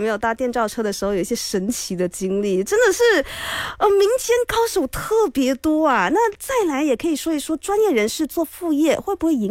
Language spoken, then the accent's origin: Chinese; Johor Bahru, Johor, Malaysia; 我就说我的家乡新山。